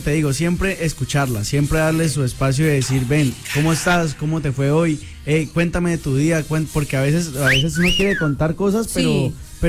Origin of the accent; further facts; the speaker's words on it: Caquetá, Colombia; born there; Y nací en el Caquetá, entonces no, esa mezcla de culturas ahí me tiene.